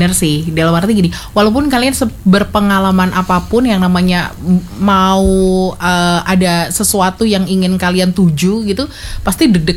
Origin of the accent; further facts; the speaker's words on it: Java, Indonesia; accent: Javanese (medok); Kita soalnya aksennya kan saya Jawa banget ya.